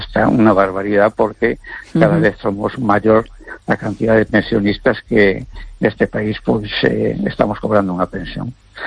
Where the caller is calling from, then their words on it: A Coruña, Galicia, Spain; de Coruña.